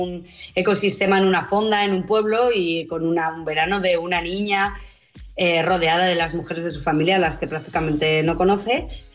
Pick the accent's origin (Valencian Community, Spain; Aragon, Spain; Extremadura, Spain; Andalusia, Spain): Aragon, Spain; y a Aragón lo llamamos Oregón. Entonces es un guiño a mi tierra